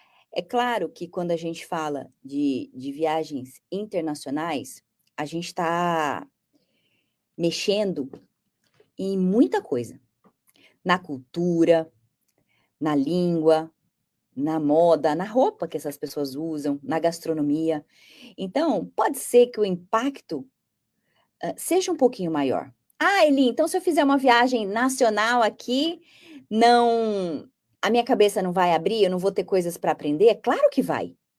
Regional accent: Brazil; Eu sou brasileira. Sabe aquela? Eu sou brasileira com muito orgulho.

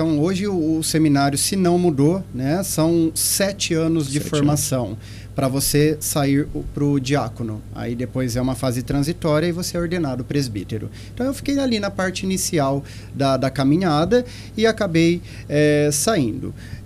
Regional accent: Jaboticabal, São Paulo, Brazil; Eu sou de Jaboticabal, nascido, criado lá. Tenho 35 anos de idade. E o único período da minha vida em Jaboticabal que eu fiquei fora da cidade foi no momento em que eu entrei na Polícia Militar.

